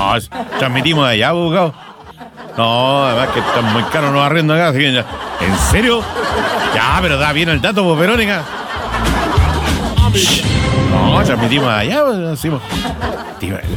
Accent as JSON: {"language": "Spanish", "town": "San Rosendo", "region": "Biobío", "country": "Chile", "said": "Yo vengo de San Rosendo."}